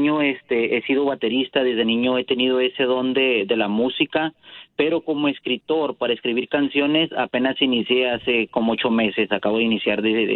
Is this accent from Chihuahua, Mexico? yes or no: yes; Ciudad Juárez, Chihuahua, Mexico; now in Arizona, United States; Soy de Ciudad Juárez, Chihuahua, y pues radico en Arizona.